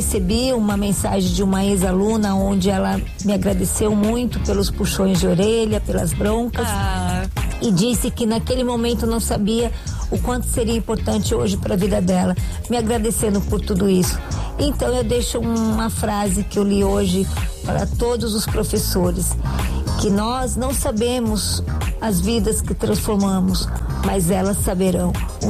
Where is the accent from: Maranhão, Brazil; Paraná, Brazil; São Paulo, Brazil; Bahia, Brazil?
São Paulo, Brazil; Guarulhos; sou de Guarulhos.